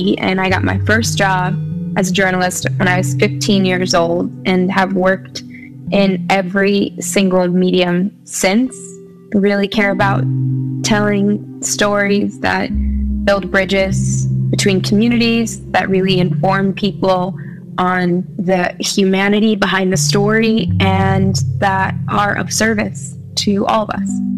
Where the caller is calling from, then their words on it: New York, United States; I am calling in from the Catskill Mountains, upstate New York.